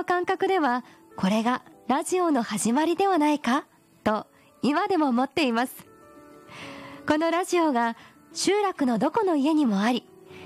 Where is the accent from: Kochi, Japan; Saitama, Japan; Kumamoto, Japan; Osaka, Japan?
Saitama, Japan; 私自身がずっと埼玉県が、出身、そして生まれも育ちもずっとここなので、なんだろう、田舎に帰るとか実家に帰るという感覚があまりないんですよ。